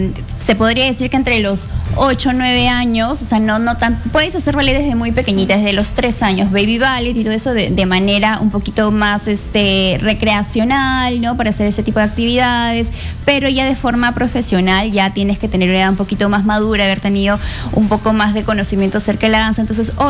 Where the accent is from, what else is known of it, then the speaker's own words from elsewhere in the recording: Trujillo, La Libertad, Peru; moved away as an adult; now in Lima, Peru; Sí, hace 2 años, vine de Trujillo, audicioné al ballet municipal de Lima, me contrataron.